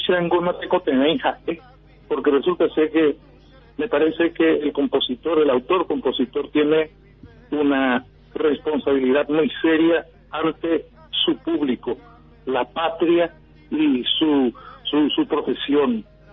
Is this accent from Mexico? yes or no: no; Concepción, Paraguay; Nosotros somos originarios nativos del Paraguay, no somos indios, somos originarios y no somos tribus, somos naciones.